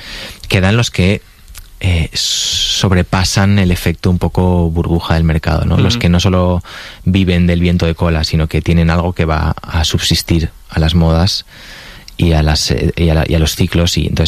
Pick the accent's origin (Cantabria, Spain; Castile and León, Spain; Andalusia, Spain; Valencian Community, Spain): Valencian Community, Spain; Los domingos hago paellas como buen valenciano en casa